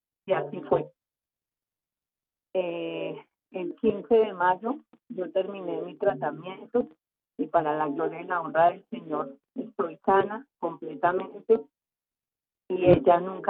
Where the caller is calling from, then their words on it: Cajicá, Cundinamarca, Colombia; De Cajicá.